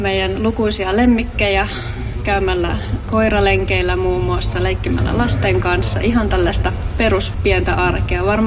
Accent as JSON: {"language": "Finnish", "region": "Kymenlaakso", "country": "Finland", "tie": "born or raised there", "also_born_or_lived": "Kotka", "moved": "yes", "said": "Henkilönä asun maaseudulla perheen kanssa ja olen tosiaan Kymenlaaksosta kotoisin. Olen myös asunut Kotkassa aikanaan"}